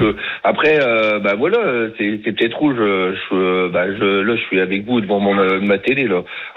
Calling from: France; moi je suis un Français

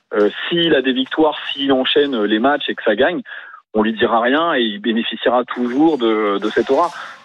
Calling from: Île-de-France, France; Du Val-de-Marne

